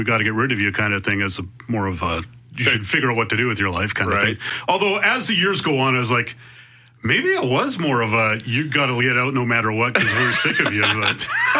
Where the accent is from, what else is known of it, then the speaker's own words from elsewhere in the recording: Altona, Manitoba, Canada; Yep, born and raised 1976 in Altona. And at first we lived on a sheep farm just outside of town when I was a very little baby.